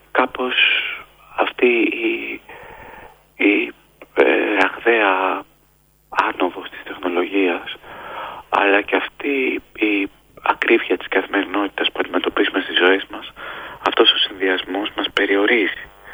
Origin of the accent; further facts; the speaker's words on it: Missolonghi, Western Greece, Greece; Όταν ήμουν μικρός και ήμουν στο Μεσολόγιο, η αδερφή μου μου τραγουδούσε κατά προτροπή του πατέρα μου τη … και έτσι μεγάλωσα με αυτό το τραγούδι